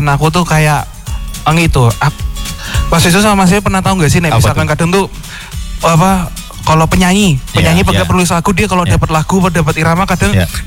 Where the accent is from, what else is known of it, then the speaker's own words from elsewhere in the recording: Semarang, Central Java, Indonesia; orang kan udah tahu nih misalkan aku orang Semarang.